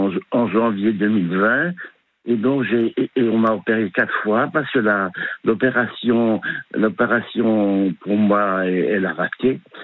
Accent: Brittany, France; Et puis moi, je suis breton, donc je vais t'enterrer en Bretagne.

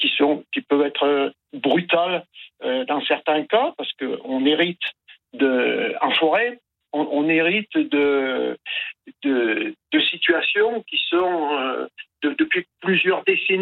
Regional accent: Le Puy-en-Velay, Auvergne-Rhône-Alpes, France; Pas du tout. Moi, je suis du Puy-en-Velay, en Haute-Loire, et pas du tout.

